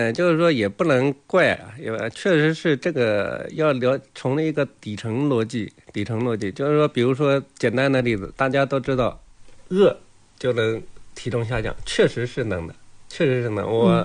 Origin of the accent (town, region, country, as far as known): China